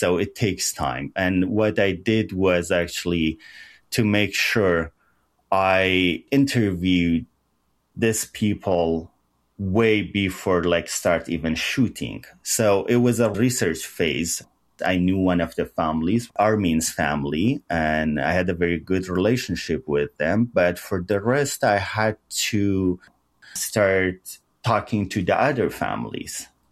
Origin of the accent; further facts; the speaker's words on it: Sanandaj, Kurdistan, Iran; My brother called me from Sanandaj, my hometown Sna, and told me that Arvin and Aida were on that plane.